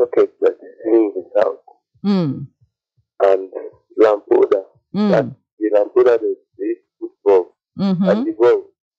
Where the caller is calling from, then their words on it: Ogun, Nigeria; Hello. I'm from Ogun State.